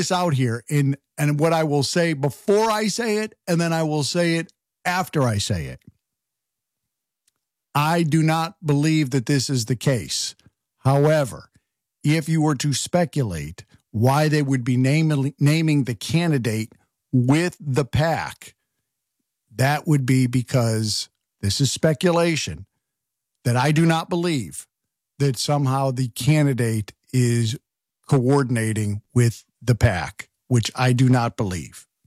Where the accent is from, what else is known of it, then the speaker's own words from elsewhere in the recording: Connecticut, United States; I'm from Connecticut.